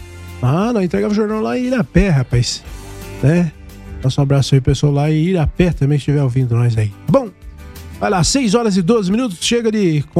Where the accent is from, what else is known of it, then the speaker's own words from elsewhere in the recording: Timburi, São Paulo, Brazil; born there; also born or lived in Sarutaiá; eu sou lá de Manduri. De Manduri, não, de Timburi, né? É, aí somos ali. De Timburi e Sarutaiá. Porque eu nasci em Timburi e fui registrado em Sarutaiá.